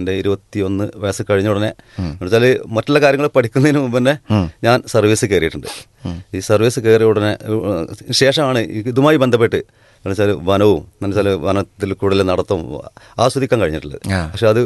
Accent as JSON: {"language": "Malayalam", "town": "Wandoor", "region": "Kerala", "country": "India", "tie": "born or raised there", "said": "ഞാൻ വണ്ടൂരിനടുത്ത് ചെറുകോട് ചാത്തങ്ങോട്ടുപുറം എന്ന് പറഞ്ഞ സ്ഥലത്താണ് ജനിച്ചതും വളർന്നതും. എൻ്റെ ബാല്യകാലങ്ങളൊക്കെ അവിടെ വെച്ചിട്ട് അവിടെ തന്നെയായിരുന്നു."}